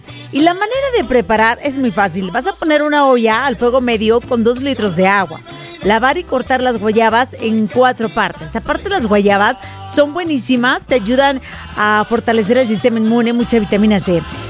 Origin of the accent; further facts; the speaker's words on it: Mazatlán, Sinaloa, Mexico; Y yo sí soy marinera porque soy de Mazatlán, Sinaloa. Soy de mar, sí señor. Soy costeña.